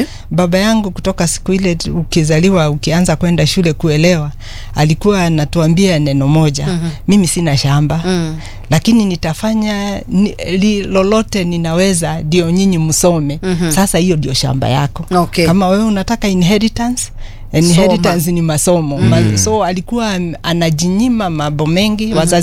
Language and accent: Swahili; Nyeri County, Kenya; moved away as an adult; also born or lived in Canada; now in Nairobi, Kenya; Mimi kuzaliwa nilizaliwa Nyeri County.